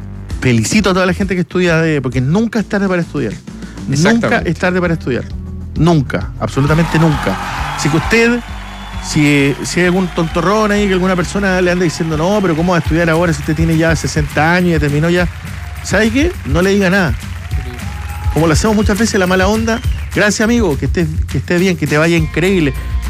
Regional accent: Punta Arenas, Magallanes, Chile

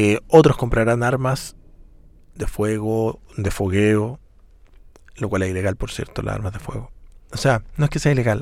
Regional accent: Chile

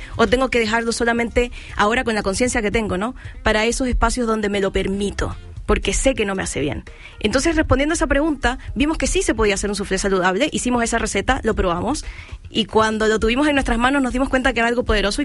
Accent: Chile; siendo los chilenos buenos para viajar, en el sentido de que tenemos un país tan largo

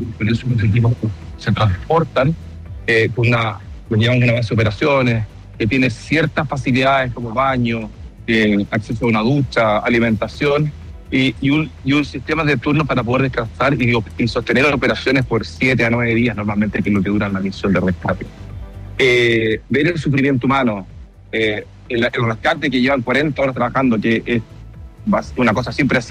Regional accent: Chile; Como chilenos lo hemos vivido tantas veces

